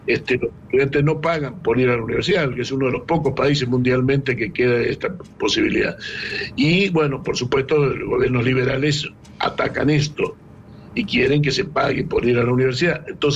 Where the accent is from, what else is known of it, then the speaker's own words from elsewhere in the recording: Argentina; en mi país, en Argentina